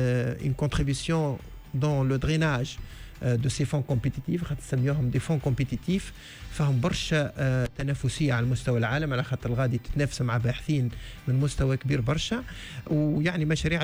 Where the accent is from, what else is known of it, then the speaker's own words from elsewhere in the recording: Tunisia; واقترحوا علي ان طونك يعني بصفتي تونسي وبصفتي يعني نخدم في تونس انه ننظموا الملتقى العلمي هذا في تونس